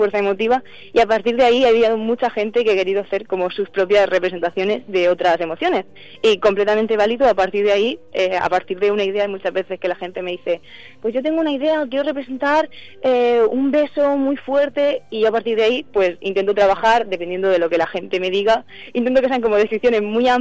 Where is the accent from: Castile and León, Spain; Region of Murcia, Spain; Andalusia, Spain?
Region of Murcia, Spain; Alcantarilla; moved away as an adult; now in Valencia, Spain; sería bonito que de donde yo soy, porque he hecho muchas exposiciones individuales en otras zonas, pero no en Alcantarilla.